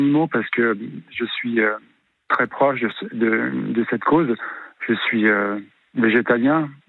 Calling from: Paris, Île-de-France, France; Je vis à Paris.

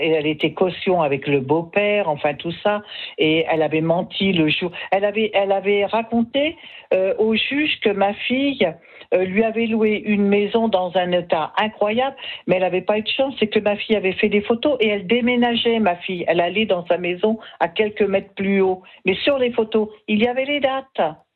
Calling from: Saint-Brieuc, Brittany, France; je vais vous dire où je suis à Saint-Brieuc

